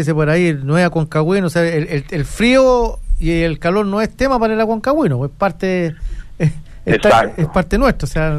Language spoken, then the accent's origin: Spanish; Chile; solo somos de Chile, somos ciudades pequeñas en comparación con otras grandes urbes de nuestro país